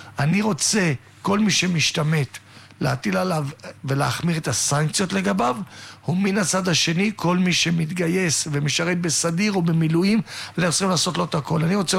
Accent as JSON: {"language": "Hebrew", "town": "Holon", "region": "Tel Aviv District", "country": "Israel", "tie": "born or raised there", "said": "במקום שאני גדלתי, בו אני גדלתי בחולון, בשכונת תל גיבורים"}